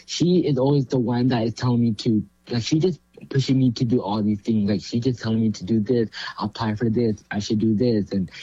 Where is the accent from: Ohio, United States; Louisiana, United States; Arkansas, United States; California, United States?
California, United States; there was two from California, which was me and this other girl.